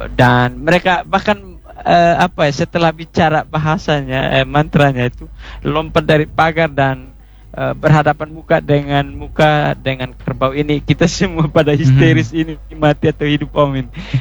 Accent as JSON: {"language": "Indonesian", "region": "East Nusa Tenggara", "country": "Indonesia", "said": "istilah orang-orang kami orang Atoni itu bilang klis."}